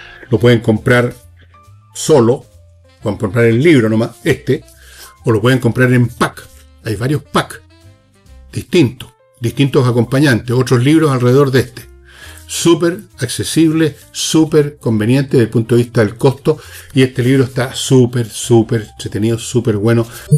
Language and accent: Spanish; Chile; Todos somos originarios de este país, pues todos nacimos aquí. Todos nos criamos aquí. Todos tenemos nuestro origen cultural, personal, aquí.